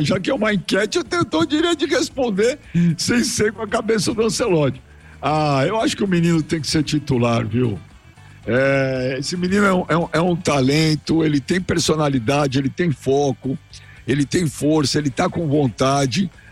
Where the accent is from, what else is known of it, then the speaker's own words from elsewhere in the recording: Brazil; Eu falei, caramba, eu fiz as porra, sou do Brasil.